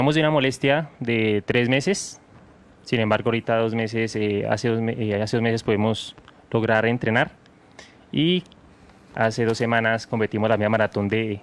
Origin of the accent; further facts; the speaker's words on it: La Calera, Cundinamarca, Colombia; also born or lived in Chía; Yo soy, pues yo nací en Chía, y pero me crié en La Calera, Cundinamarca.